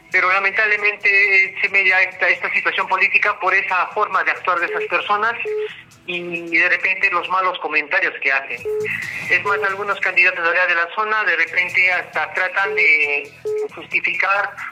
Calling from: San Salvador, Peru; en mi pueblo San Salvador

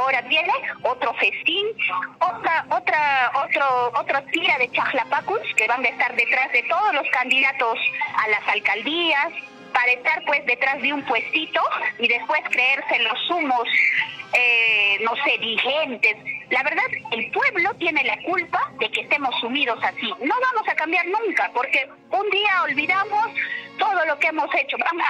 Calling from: Cusco, Peru; en mi pueblo, en Quiabamba

